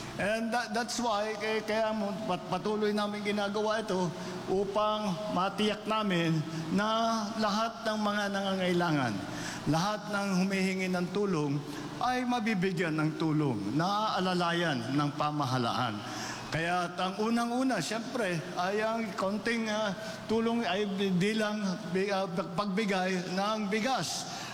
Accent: Ilocos Region, Philippines; nung naging gobernador po ako ng 9 na taon doon sa amin sa Ilocos Norte

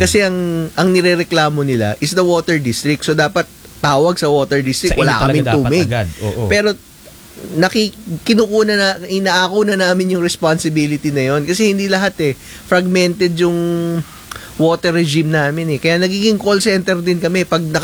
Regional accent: Bulacan, Central Luzon, Philippines; Taga-Bulacan ako

